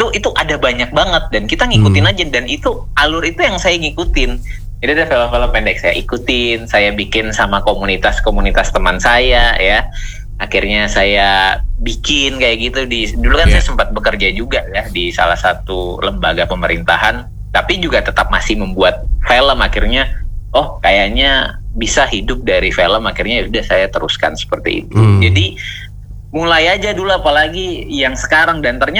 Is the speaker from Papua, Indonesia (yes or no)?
yes; Biak, Papua, Indonesia; saya kan juga berasal dari Papua ya, dari Biak ya